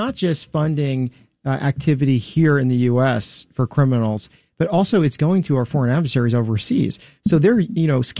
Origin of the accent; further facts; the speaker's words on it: New York City, New York, United States; born there; moved away; my parents were born and raised in the Bronx. I was born in Manhattan.